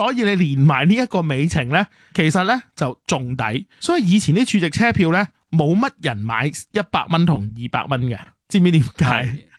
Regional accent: Hong Kong; 我哋香港人

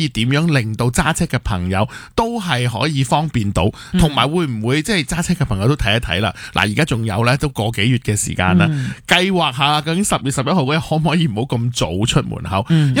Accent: Hong Kong; 等我哋香港人會明白，

